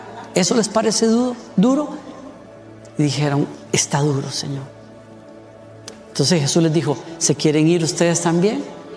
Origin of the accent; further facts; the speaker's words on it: Costa Rica; decimos en Costa Rica.